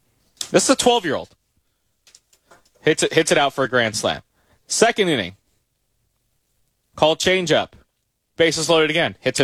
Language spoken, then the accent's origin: English; Petaluma, California, United States; So he grew up in Petaluma. I grew up in Petaluma, as you know, Nate.